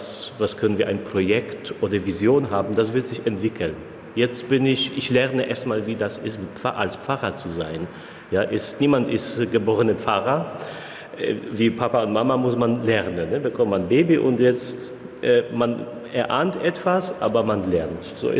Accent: Poland; German is a second language; das totale andere Welt, kann ich sagen, aus sich, aus meiner Heimat, hat sich auch viel geändert. Das ist fast wie vor der Wende, nach der Wende, wenn man das, den politischen Umbruch man bedenkt, das war so wie jetzt in Polen letzte Jahre.

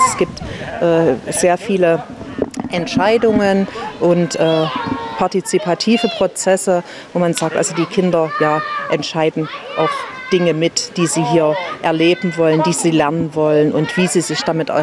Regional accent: Bad Lausick, Saxony, Germany; Ich bin aus Bad Lausick und in Bad Lausick gibt es einen Kneippverein.

